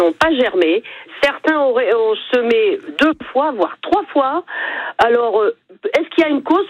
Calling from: Bessans, Auvergne-Rhône-Alpes, France; nous sommes plusieurs jardiniers amateurs dans le village, sur Bessan

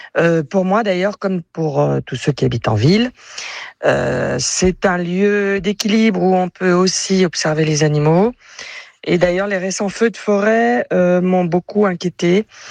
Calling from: Chambray-lès-Tours, Centre-Val de Loire, France

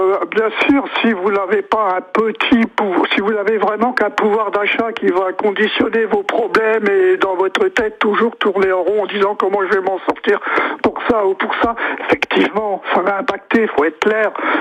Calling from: Hauts-de-France, France; Je suis en Picardie

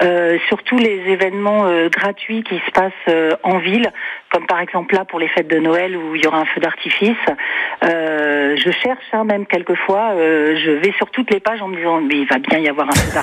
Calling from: Pornic, Pays de la Loire, France

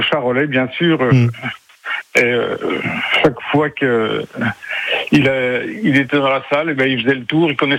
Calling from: Châteauneuf-en-Auxois, Bourgogne-Franche-Comté, France; Ça fait 33 ans que je suis à Châteauneuf.

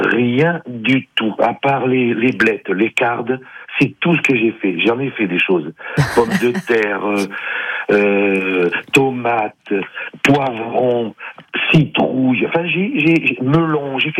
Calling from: Aixe-sur-Vienne, Nouvelle-Aquitaine, France; Je vous appelle d'Aix-sur-Vienne.

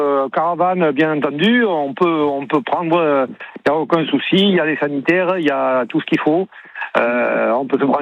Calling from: Lauzun, Nouvelle-Aquitaine, France; Village de Lauzun, L-A-U-Z-U-N, de Lauzun, et on est situé à 24 km au sud de Bergerac.

